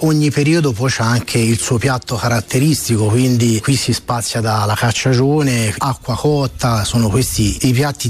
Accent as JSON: {"language": "Italian", "town": "Manciano", "region": "Tuscany", "country": "Italy", "tie": "born or raised there", "said": "Beh, Manciano per me è il mio paese, è il mio paese natio."}